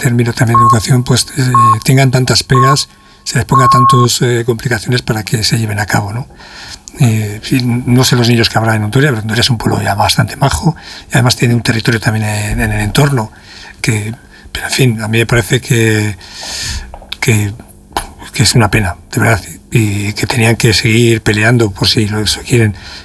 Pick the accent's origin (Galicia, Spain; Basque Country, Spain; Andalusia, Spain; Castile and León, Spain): Castile and León, Spain; Castrillo de Murcia; en mi pueblo, en Castillo de Murcia